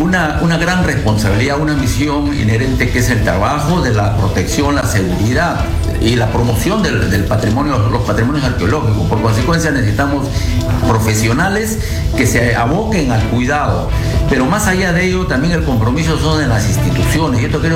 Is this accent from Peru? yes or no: yes; Peru; todos somos peruanos